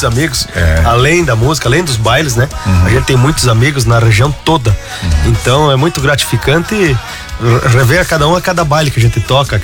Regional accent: Marau, Rio Grande do Sul, Brazil; moved away as an adult; now in Santa Catarina, Brazil; Eu sou de lá de Marau, lá do Rio Grande do Sul, do Carisma.

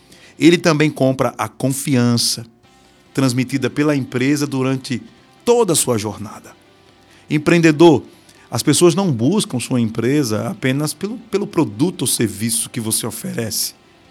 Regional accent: Lagarto, Sergipe, Brazil; born there; moved away; also born or lived in Aracaju; Logo quando a gente veio morar em Lagarto. Eu nasci em Lagarto, mas eu morava em Aracaju e voltei para cá.

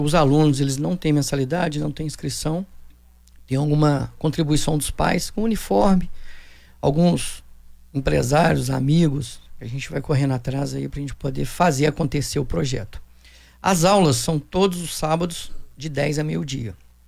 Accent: Juiz de Fora, Minas Gerais, Brazil; moved away as an adult; Eu e minha família somos naturais de Juiz de Fora. Estamos aqui desde 2009, né? Assim que eu formei e vim para cá.

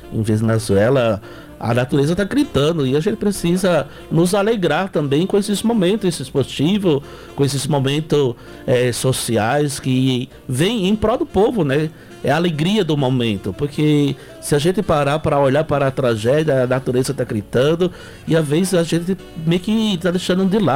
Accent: Heliópolis, Bahia, Brazil; now in Macapá, Brazil; Eu sou natural da Bahia, uma cidade chamada Heliópolis, no interior do sertão nordestino.

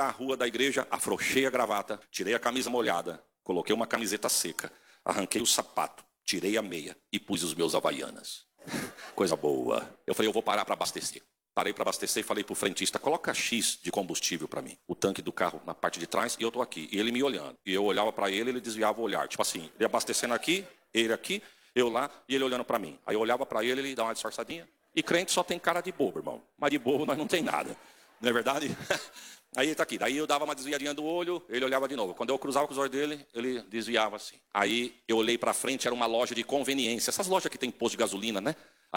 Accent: Catanduva, São Paulo, Brazil; Eu falei, não, eu sou de Catanduva.

